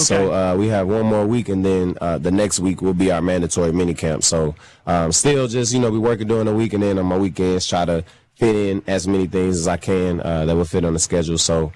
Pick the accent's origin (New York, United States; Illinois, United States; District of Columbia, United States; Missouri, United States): Missouri, United States; St. Louis; So I'm from St. Louis, so I have to be, right?